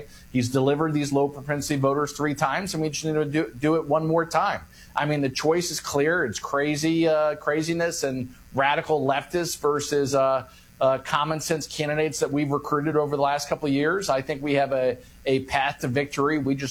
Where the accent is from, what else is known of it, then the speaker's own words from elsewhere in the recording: Florida, United States; I'm from Florida, where we have probably the most, the safest elections in the country.